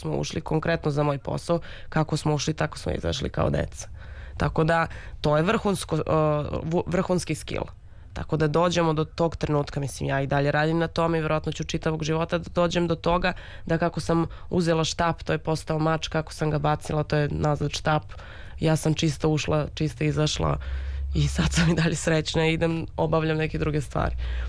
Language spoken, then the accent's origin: Serbian; Serbia; Mi kao Srbi teško biramo da budemo srećni.